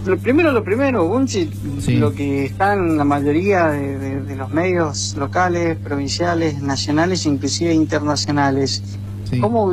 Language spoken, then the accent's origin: Spanish; Argentina